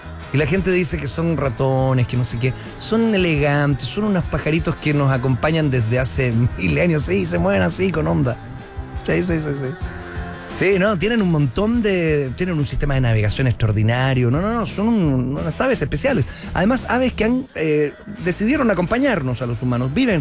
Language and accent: Spanish; Concepción, Biobío, Chile; moved away; Saludos a mi tierra natal, que siempre es hermoso regresar a casa.